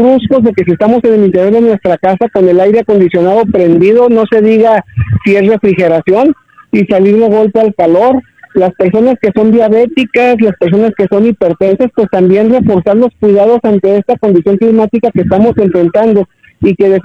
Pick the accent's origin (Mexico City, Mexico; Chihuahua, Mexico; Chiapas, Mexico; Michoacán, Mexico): Chihuahua, Mexico; Ciudad Juárez; nosotros como norteños, como juarenses